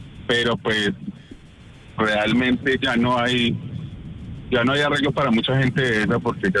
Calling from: Bogotá, Colombia; De Bogotá.

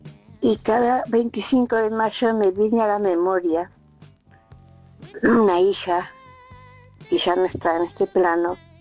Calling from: Navarro, Buenos Aires Province, Argentina; de Navarro.

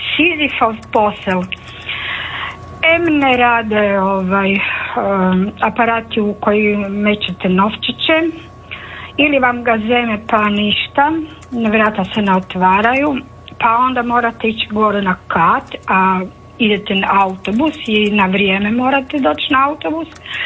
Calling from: Zagreb, City of Zagreb, Croatia; Ja sam stara Zagrepčanka

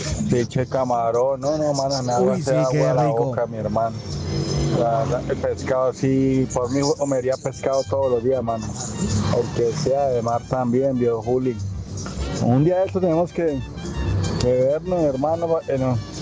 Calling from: Tolima, Colombia; Yo soy tolimense

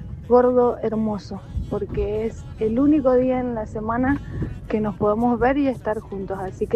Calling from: San Martín, Argentina; de San Martín.

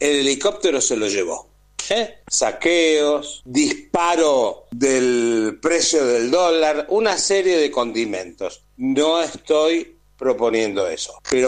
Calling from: Rosario, Santa Fe, Argentina; de Rosario.

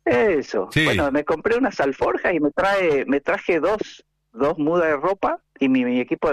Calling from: Foz do Iguaçu, Paraná, Brazil; yo vine desde Foz, que me queda Foz de Iguazú, de Brasil.

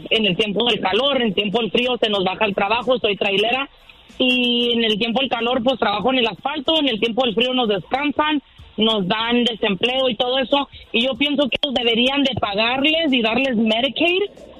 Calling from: United States; Yo soy americana

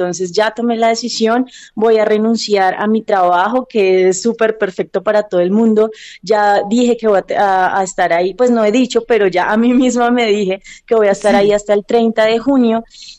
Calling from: Bogotá, Colombia

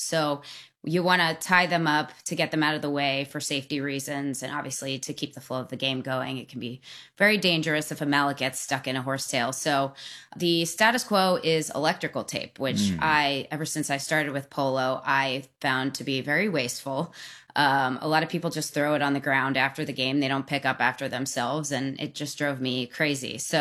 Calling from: Indio, California, United States; I'm calling from Indio, California

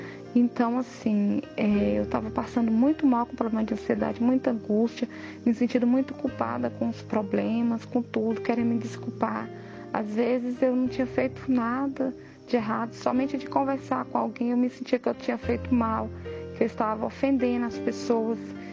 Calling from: Januária, Minas Gerais, Brazil; Eu moro em Januária, Minas Gerais, bairro São Francisco, número 350.

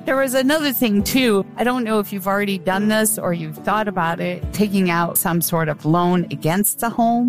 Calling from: New Hampshire, United States; New Hampshire.

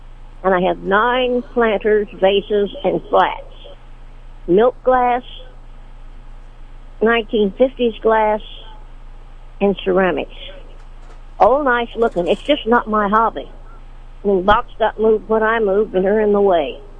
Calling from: Sedalia, Missouri, United States; I'm calling from Sedalia

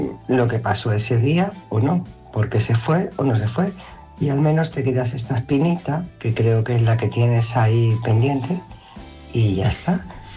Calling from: Madrid, Community of Madrid, Spain; de Madrid.

